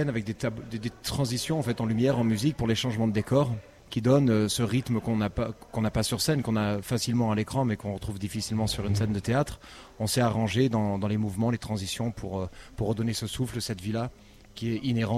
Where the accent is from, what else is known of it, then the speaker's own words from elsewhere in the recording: Southern France, France; parce que je viens du Sud.